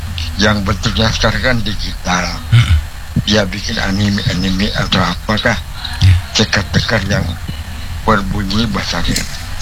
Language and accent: Indonesian; Samarinda, East Kalimantan, Indonesia; born there; also born or lived in Java; now in Samarinda, Indonesia; Dulu saya asli orang Samarinda, orang Kaking, tapi saya lama di Jawa Pak.